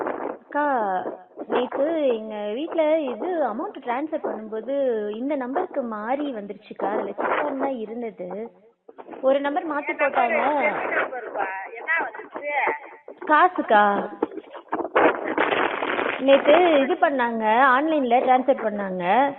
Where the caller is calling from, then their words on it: Madurai, Tamil Nadu, India; நானாக்கா மதுரையில இருந்து பேசுறேன்க்கா.